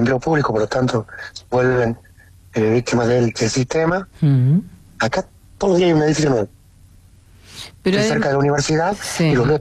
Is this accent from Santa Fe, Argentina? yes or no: no; La Rioja, Argentina; Yo me crié en La Rioja